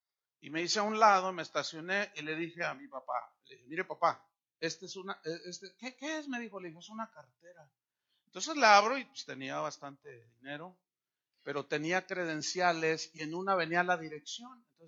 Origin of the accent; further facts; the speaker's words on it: Mexico; Pero ¿saben qué? Yo soy mexicano.